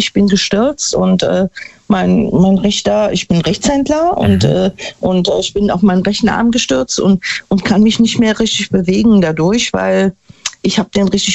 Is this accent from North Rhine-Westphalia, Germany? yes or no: yes; Neunkirchen-Seelscheid, North Rhine-Westphalia, Germany; Ja, ich bin aus Neunkirchen-Sülscheid.